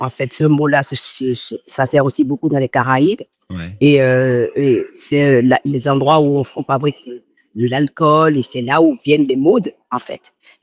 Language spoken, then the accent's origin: French; Benin; Et que moi, j'ai grandi en Afrique, au Bénin, si quelqu'un m'avait dit que j'aurais une étoile